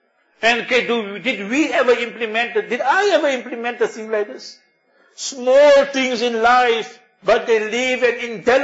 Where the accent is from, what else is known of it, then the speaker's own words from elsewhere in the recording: Karachi, Sindh, Pakistan; I came from Karachi, 74, I went to go study. And I met Hazrat Maulana. I was just studying second year in Karachi.